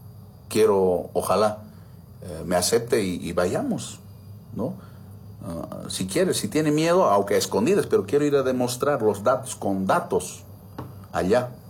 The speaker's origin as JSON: {"language": "Spanish", "town": "Chimoré", "region": "Cochabamba", "country": "Bolivia", "tie": "born there", "also_born_or_lived": "Independencia, Cochabamba, Bolivia", "said": "Saludo a esa tierra que desde mis 9 años me tiene. Me abandoné a mi tierra natal, Independencia, a mis 9 años, a mi padre, a mi madre, por cuestiones de la pobreza, de la necesidad, y Chimoré me acogió."}